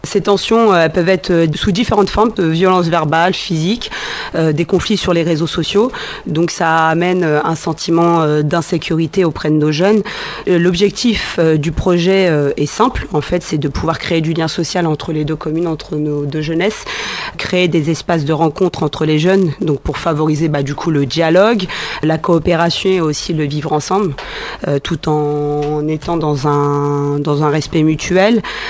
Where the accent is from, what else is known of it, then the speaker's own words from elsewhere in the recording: Beaumont, Île-de-France, France; j'ai fréquenté le lycée Varis Galois, je suis originaire de Beaumont.